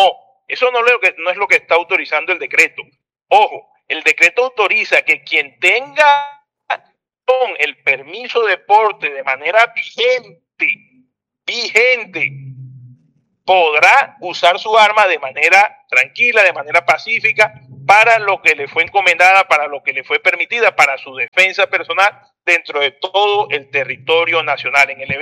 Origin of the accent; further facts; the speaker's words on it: San Juan del Cesar, La Guajira, Colombia; mi pueblo natal querido como lo es San Juan del Cesar.